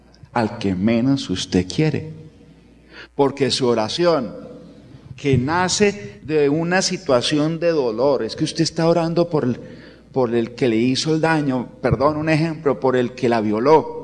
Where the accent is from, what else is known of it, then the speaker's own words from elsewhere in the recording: Santander, Colombia; Yo soy un poco peleón, soy santandereano.